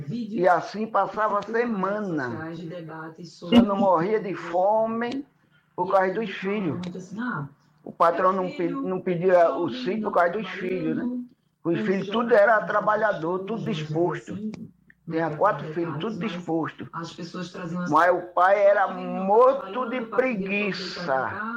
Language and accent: Portuguese; Nazaré da Mata, Pernambuco, Brazil; eu sou de Nazaré da Mata … motorista.